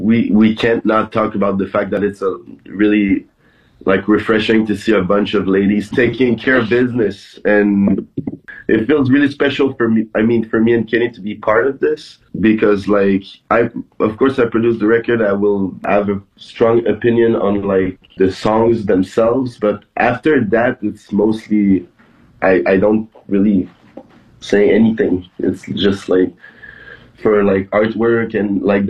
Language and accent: English; Canada; We're Canadian.